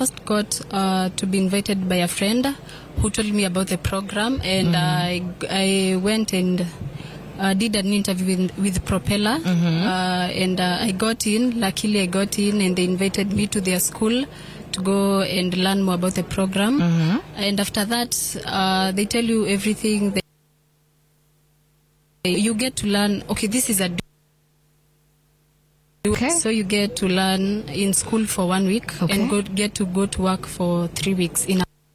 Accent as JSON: {"language": "English", "town": "Kikuyu", "region": "Kiambu County", "country": "Kenya", "said": "Mimi nimetoka Kikuyu. I'm from Kikuyu."}